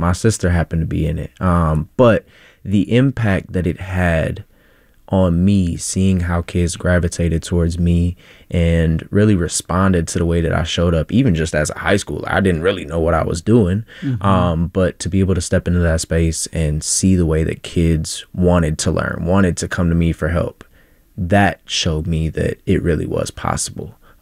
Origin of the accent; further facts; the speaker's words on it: Columbia Heights, Minnesota, United States; And I grew up in Columbia Heights, which is an amazing community full of diversity